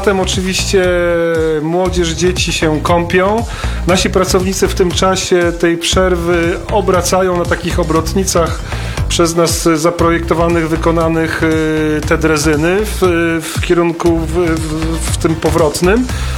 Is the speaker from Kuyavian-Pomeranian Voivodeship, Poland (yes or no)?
yes; Tuchola, Kuyavian-Pomeranian Voivodeship, Poland; moved away; Nie pochodzimy z tego regionu. Ja osobiście pochodzę z Tucholi w Borach Tucholskich, też z bardzo malowniczego miejsca.